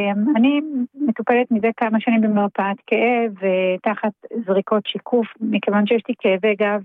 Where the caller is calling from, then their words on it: Kiryat Bialik, Haifa District, Israel; אני מקריית ביאליק.